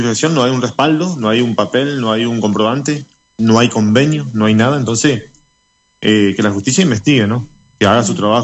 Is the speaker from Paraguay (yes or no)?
no; Corrientes, Argentina; nosotros somos de Guaraví, la localidad de Guaraví.